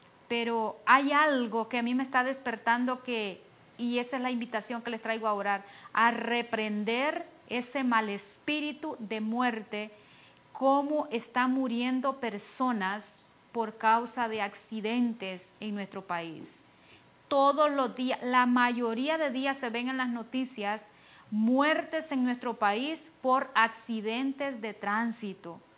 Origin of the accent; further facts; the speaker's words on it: El Salvador; pero también es doblemente salvadoreña como yo, ¿verdad? Somos del país El Salvador, pero también somos del Salvador del cielo, ¿verdad?